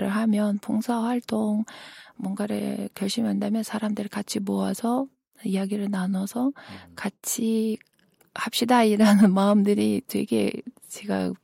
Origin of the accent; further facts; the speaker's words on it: Kyrgyzstan; Korean is a second language; moved away as an adult; now in Jeollabuk-do, South Korea; 키르기스탄에서는 공식적으로 두 번째 언어는 러시아지만 그래도 우리 언어가 있어요. 키르기스어